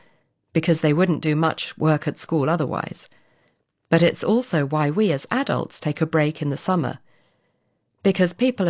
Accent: England, United Kingdom; As I grew up in England, it wasn't really something which many people did.

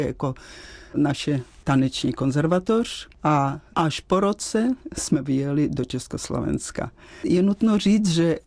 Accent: Uzhhorod, Zakarpattia Oblast, Ukraine; Czech is a second language; moved away as an adult; also born or lived in Kyiv; now in Prague, Czech Republic; já pocházím z Podkarpatské Rusy. Za první republiky to bylo v podstatě, patřilo k Československu, Podkarpatská Rus. Já jsem žila v Užhorodě s rodinou a maminka se provdala za Čecha

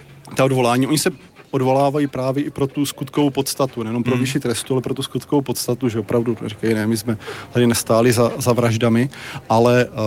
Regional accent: Bučovice, South Moravian Region, Czechia; jsem z Bučovic

